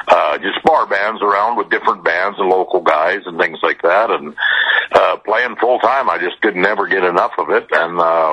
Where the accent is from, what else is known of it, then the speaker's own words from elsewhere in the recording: Vancouver, British Columbia, Canada; moved away as an adult; also born or lived in Los Angeles / Nashville / Austin, Texas; And then I moved from Canada, where I'm from originally, from Vancouver, Canada. I moved to Los Angeles and started playing full-time there as well right away